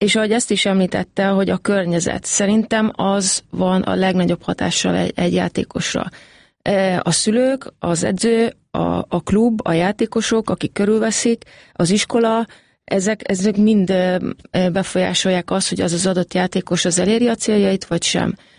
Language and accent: Hungarian; Hungary; moved away; Amikor ide hazajöttem, a saját hazámba, ahonnan származok